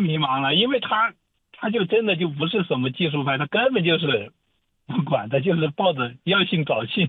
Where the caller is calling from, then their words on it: Dongguan, Guangdong, China; 我也是东莞的